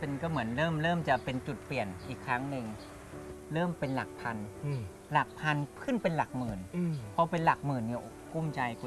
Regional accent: Lam Narai, Lopburi, Thailand; บ้านผมอยู่ลพบุรีอยู่ลำลายที่ผมเอามะนาวมาขายมะนาวลูกสวนเขาเก็บแล้วเลยเอามาขาย

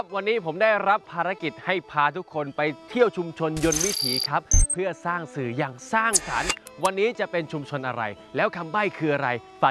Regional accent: Isan, Thailand; นี่อีสานแน่นอนบอกเลยนี่ผมรู้แล้วนะครับผมคนอีสานอยู่แล้ว

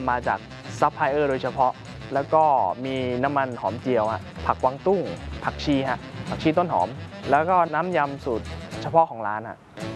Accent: Chiang Mai, Thailand; โดยกำเนิดผมเป็นคนภาคเหนืออยู่แล้วนะครับเป็นคนเชียงใหม่อยู่แล้วพ่อแม่ก็ให้กินอาหารเหนือตลอดโดยตั้งแต่เด็กก็กินอาหารเหนือ

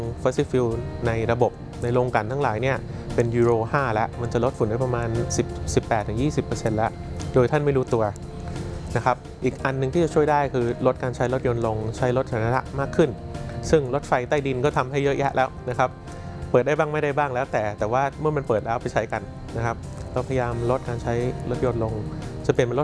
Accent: Bangkok, Thailand

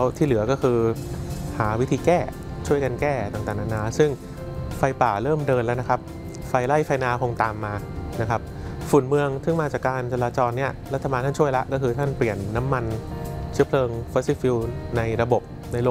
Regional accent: Bangkok, Thailand

